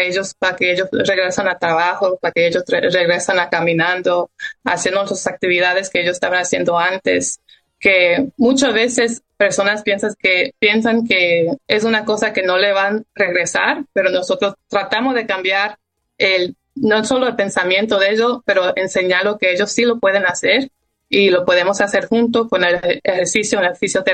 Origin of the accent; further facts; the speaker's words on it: United States; born there; Mi papá es de México, mi mamá es de República Dominicana y yo nací aquí. Desde pequeña, mis papás me pusieron a hablar español.